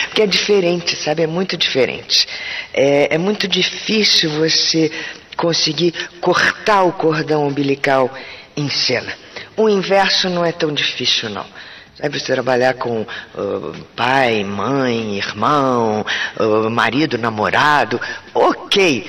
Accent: Rio de Janeiro, Brazil; now in São Paulo, Brazil; Sou natural do Rio de Janeiro.

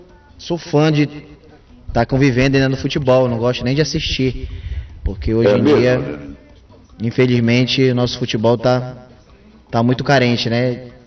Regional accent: Belém, Pará, Brazil; born there; nasci no Guamá, onde todo mundo sabe, não só no Guamá, como em vários bairros considerados periferia, encontra-se com várias dificuldades

